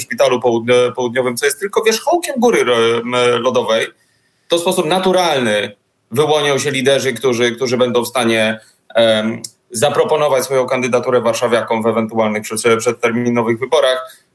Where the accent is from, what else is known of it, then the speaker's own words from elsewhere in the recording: Warsaw, Masovian Voivodeship, Poland; born there; ja jestem urodzonym warszawiakiem